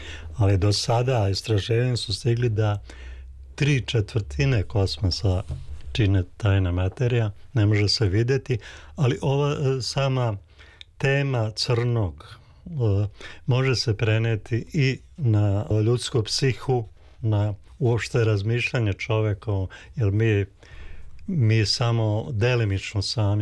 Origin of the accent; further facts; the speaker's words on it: Prijedor, Republika Srpska, Bosnia & Herzegovina; u ambijentu u kojem sam ja odrastao. Ja sam iz Prijedora, imaju dve reke